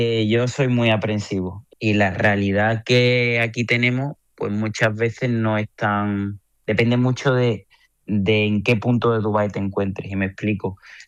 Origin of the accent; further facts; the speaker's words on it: Spain; Como españoles, nosotros nos hemos criado desde bien pequeñitos primero con un modelo en los coles de educación física muy bueno